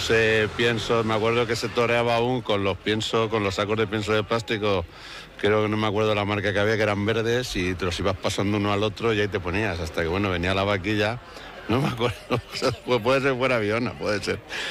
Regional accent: Albacete, Castilla-La Mancha, Spain; Y los que somos de Albacete, pues solo tenemos la de la Feria de Albacete, claro.

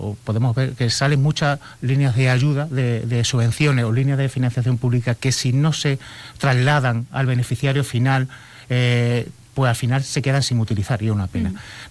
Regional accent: Santa Amalia, Extremadura, Spain; En mi caso, soy de Santa Amalia, aquí de Las Vegas Altas, aquí al ladito, hijo de agricultor

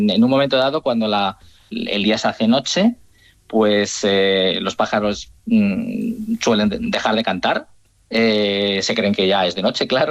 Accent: Turmiel, Castilla-La Mancha, Spain; Bueno, yo en mi pueblo, como te decía antes, en Turmiel, ¿sí? Guadalajara

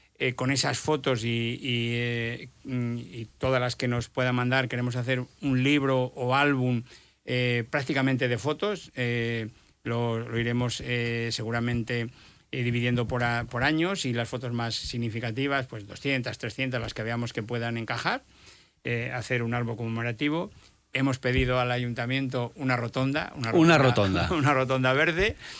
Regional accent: León, Castile and León, Spain; Sí, es que, bueno, como decía antes, somos de León y hay que llevar la bandera de León por todas partes.

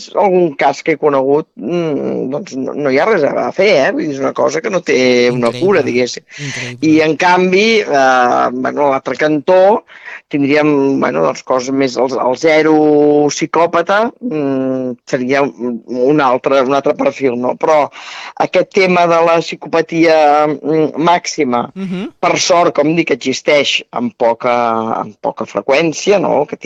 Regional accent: Terrassa, Catalonia, Spain; Jo sóc de Terrassa

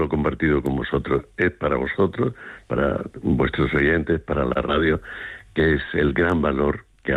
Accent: Jerez de la Frontera, Andalusia, Spain; soy de Jerez y he tenido mucha vinculación, por supuesto, con Jerez, pero también con Sevilla

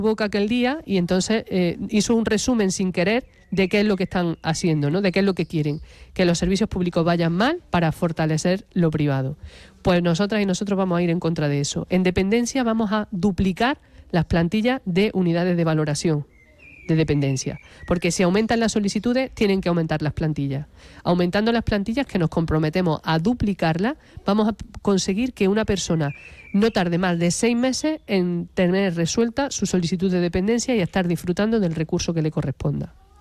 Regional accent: Montilla, Andalusia, Spain; yo estoy muy orgullosa de ser de Montilla y de ser de esta campiña que en su momento se llamó, que se sigue llamando, ¿no? Tal vez ahora con menos fuerza, pero que se llamó y que es la Campiña Roja.

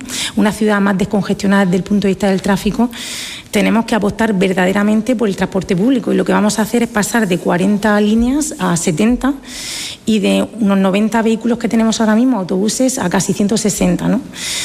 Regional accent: Region of Murcia, Spain; Muy murciana, te lo hice una vecina de pedanías, yo soy del Esparral, soy campillera

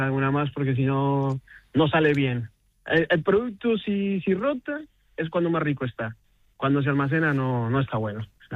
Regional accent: Colombia; moved away as an adult; now in Ourense, Spain; yo soy colombiano, pero llevo aquí en Orense 20 años.

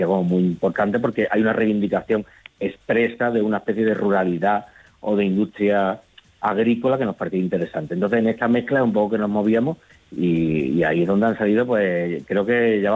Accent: Higuera de la Sierra, Andalusia, Spain; Después yo soy de la Sierra de Huelva, de Higuera de la Sierra, soy antropólogo

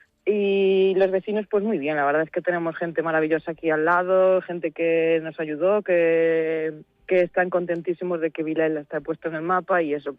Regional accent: Outeiro de Rei, Galicia, Spain; yo soy de Utero de Rey

